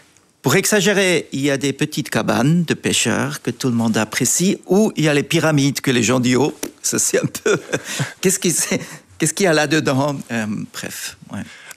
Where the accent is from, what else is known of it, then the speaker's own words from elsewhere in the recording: German-speaking Switzerland, Switzerland; French is a second language; Je suis Suisse allemand, oui.